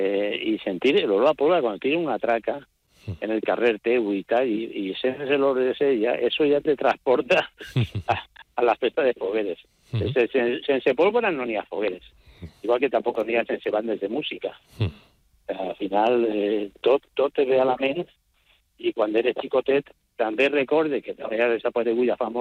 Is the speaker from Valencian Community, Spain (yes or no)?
yes; Alicante, Valencian Community, Spain; la foguera del meu barri, el Portuari Pla del Bon Repòs